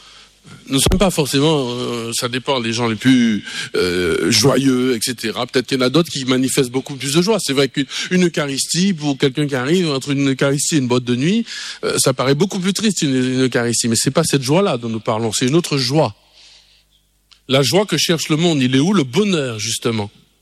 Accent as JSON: {"language": "French", "country": "Martinique", "said": "Moi je suis de Martinique, je connais pas ce genre de choses."}